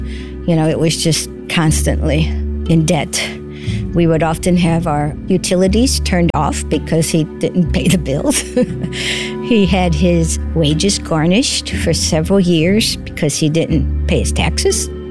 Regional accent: St. Louis, Missouri, United States; born there; I was born in St. Louis, Missouri, raised Catholic, went to Catholic grade school and a Catholic high school.

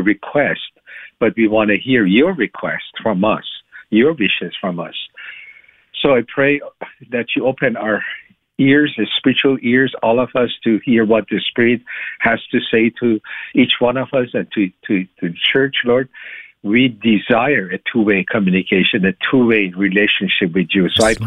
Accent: Iran; moved away as an adult; now in United States; I was born in Iran. I'm from Iran and Muslim, pretty devout in my early years.

